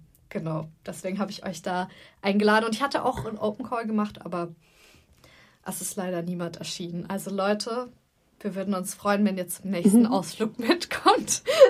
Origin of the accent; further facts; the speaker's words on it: West Germany, Germany; now in Thuringia, Germany; Ich bin Wessi, sorry.